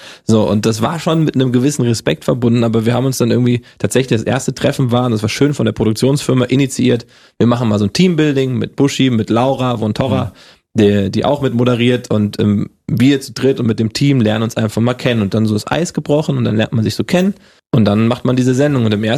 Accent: Hesse, Germany; accent: Hessian; Das Hessisch abtrainieren, komme ich aus Hessen, da hatte ich so diesen Dialekt gleich drauf, der wurde mir abtrainiert. War auch gut so, aber ohne, dass ich jetzt meine hessischen Wurzel verliere.

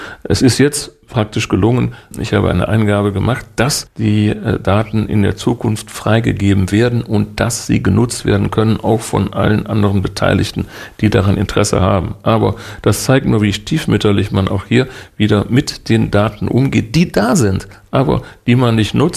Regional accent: Duisburg, North Rhine-Westphalia, Germany

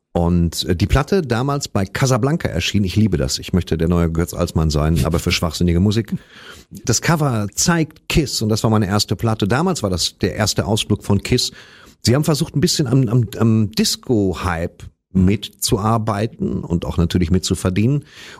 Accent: western Germany, Germany; Ich komme aus dem Westen

